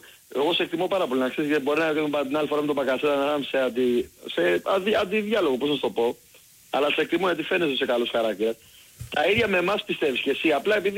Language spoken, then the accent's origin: Greek; Greece; εγώ, σαν Έλληνας πολίτης